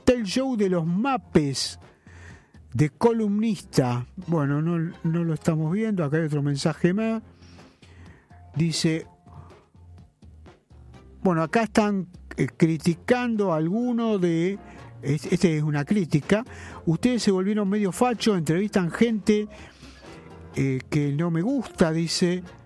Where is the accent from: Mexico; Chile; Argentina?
Argentina; como buenos argentinos que somos